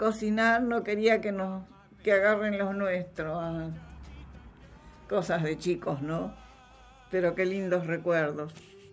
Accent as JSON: {"language": "Spanish", "region": "Misiones", "country": "Argentina", "tie": "born there", "moved": "yes", "said": "cuando vivía en mi tierra colorada"}